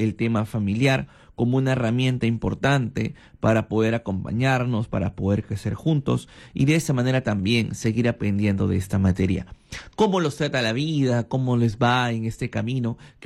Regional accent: Chiclayo, Lambayeque, Peru; now in Lima, Peru; Cuando estoy en mi tierra también, Chiclayo, es un poquito más calmado.

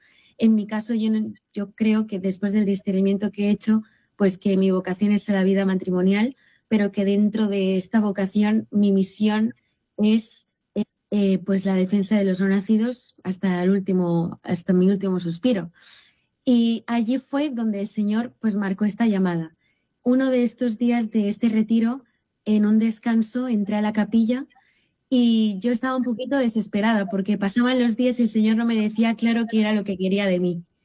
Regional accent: Tarragona, Catalonia, Spain; born there; Yo soy nacida aquí en Tarragona, España, pero de sangre, pues mi sangre es hispana, ¿no? Es de Colombia

